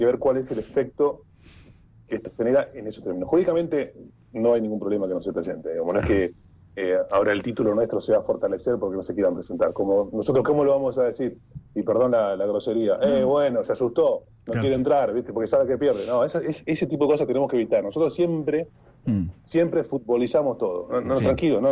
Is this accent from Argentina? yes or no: yes; Argentina; yo soy argentino, naturalmente